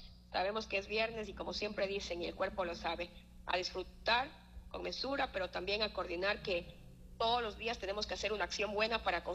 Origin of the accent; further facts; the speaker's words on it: La Troncal, Cañar, Ecuador; en ese cantón, en mi tierra, La Troncal